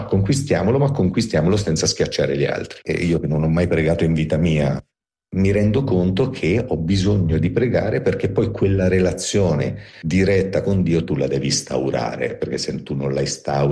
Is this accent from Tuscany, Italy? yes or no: yes; Tuscany, Italy